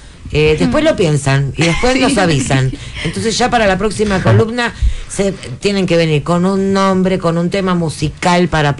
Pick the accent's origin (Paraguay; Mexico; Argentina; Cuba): Argentina; nosotros somos argentinos, y Argentina sí. tiene su idiosincrasia, tiene su cultura